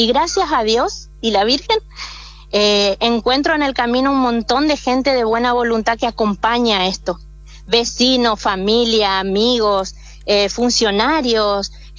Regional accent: Buenos Aires, Argentina; also born or lived in Formosa; now in Itatí, Argentina; Yo soy porteña, pero la vida llevó a mi familia a Formosa. Entonces, en Formosa hay parte de mi familia, mi consultorio, y mi mamá está viviendo ahora en Itatí hace 4 años aproximadamente.

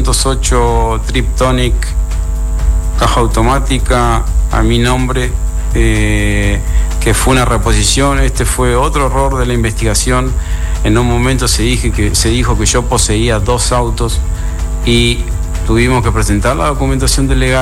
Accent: Argentina; soy argentino, pero vengo de un sistema americano y las leyes, todo es muy estricto.

